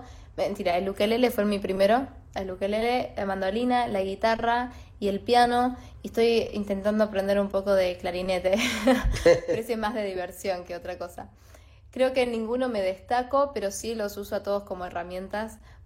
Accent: Córdoba, Argentina; Sí, soy argentina, de Córdoba, de hecho.

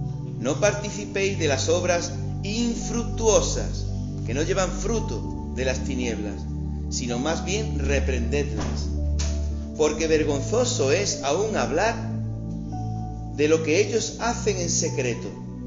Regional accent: Jaén, Andalusia, Spain; accent: ceceo; nosotros ceceamos y somos andaluces y de Jaén

